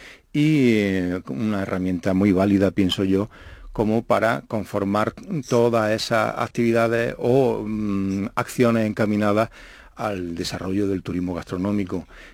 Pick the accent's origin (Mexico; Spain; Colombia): Spain; Jaén, Andalusia; somos de Jaén y sabemos de aceite.